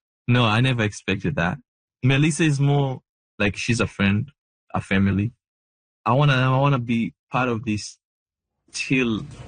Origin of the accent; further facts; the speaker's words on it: Kenya; moved away as an adult; now in Canada; I'm from Kenya. I came to Canada in 2023, December